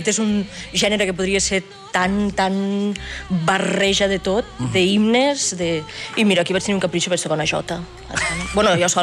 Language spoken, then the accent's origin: Catalan; Guissona, Catalonia, Spain; now in Barcelona, Spain; Jo sóc de Guissona